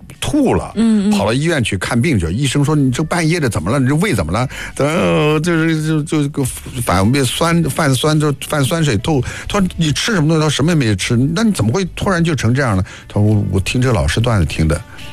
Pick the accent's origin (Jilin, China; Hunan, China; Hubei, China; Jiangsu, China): Jiangsu, China; Nanjing; accent: Nanjing dialect; 我是南京土生土长的相声演员。我想呢，在这里呢，用南京话跟大家交流